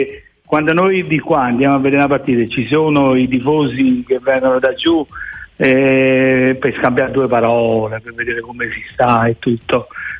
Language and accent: Italian; Caivano, Campania, Italy; now in Modena, Italy; io che sono di Caivano, che abito a Modena